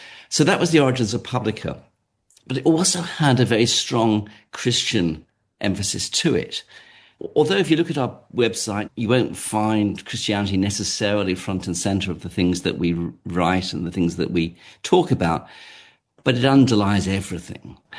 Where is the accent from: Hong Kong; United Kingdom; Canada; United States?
United Kingdom; England; moved away as an adult; now in Australia; I'm English by origin, and I'm very bad at languages, so I haven't really picked up any other accent. But I came out to Australia when I was 27 in 1986, and I've never looked back.